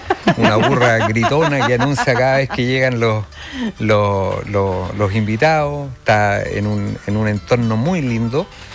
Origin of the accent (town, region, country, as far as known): Viña del Mar, Valparaíso, Chile; born there; also born or lived in Santiago